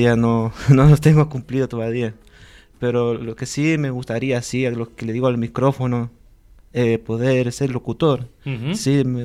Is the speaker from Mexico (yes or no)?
no; Cuenca, Azuay, Ecuador; born there; moved away; also born or lived in Riobamba, Chimborazo; Pero yo nací en Cuenca, de Ecuador.